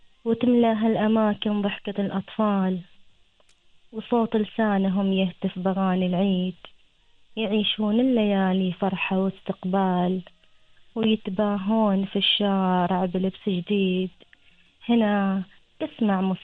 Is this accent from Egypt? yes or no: no; Oman; احنا كعمانيين عاداتنا تقريبا متشابهة